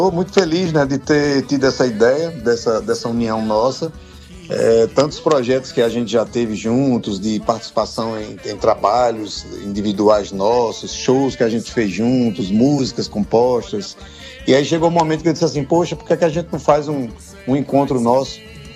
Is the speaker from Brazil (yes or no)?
yes; Salgueiro, Pernambuco, Brazil; born there; now in Bahia, Brazil; E eu nasci em Salgueiro, Pernambuco, e moro na Bahia, entre Juazeiro da Bahia e Salvador.